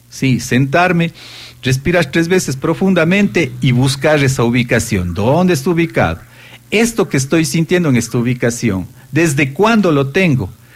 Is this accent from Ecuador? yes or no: yes; Ecuador; yo soy ecuatoriano